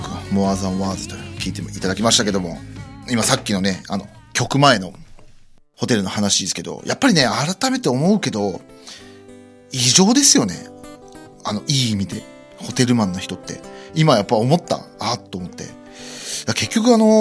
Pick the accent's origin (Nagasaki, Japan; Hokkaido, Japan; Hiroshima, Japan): Hokkaido, Japan; Nemuro; moved away; 4日間ねずっと根室にいたんですよね、地元にいて